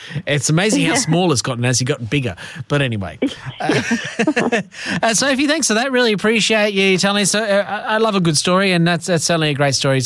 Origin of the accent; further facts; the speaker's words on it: Middlemount, Queensland, Australia; moved away; You're in my hometown of Middlemount.